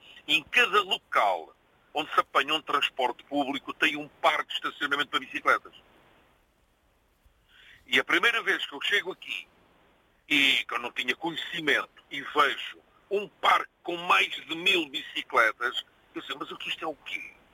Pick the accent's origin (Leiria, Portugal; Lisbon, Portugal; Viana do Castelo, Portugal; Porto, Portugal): Lisbon, Portugal; moved away as an adult; also born or lived in Coimbra / Aveiro; now in Belgium; ou seja, eu nasci em Coimbra, fui criado em Lisboa, na zona do Dafo. Casei com uma moça de Aveiro, vim para Aveiro, divorciei-me em Aveiro e vim para a Bélgica.